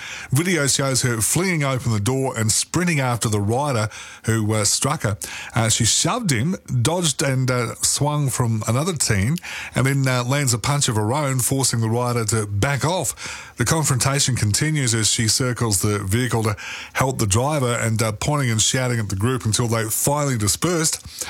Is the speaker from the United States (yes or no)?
no; Melbourne, Victoria, Australia; moved away; I grew up in Melbourne. It was never like that.